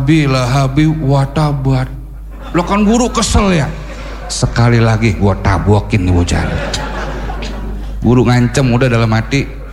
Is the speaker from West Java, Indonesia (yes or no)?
yes; West Java, Indonesia; Ya saya kan orang Betawi pinggiran Pak. Tadi kata MC saya orang Jakarta. Padahal sih gak tapi Jakarta saya. Gak tapi Jakarta saya. KTP saya DK Bekasi.